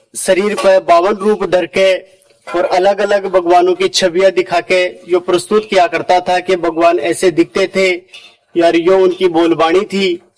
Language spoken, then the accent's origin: Hindi; Jaipur district, Rajasthan, India; मैं जिला जयपुर राजस्थान से बिलोंग करता हूँ। जाति राजभाट ब्रुपिया कलाकार का स्वांग दिखाता हूँ।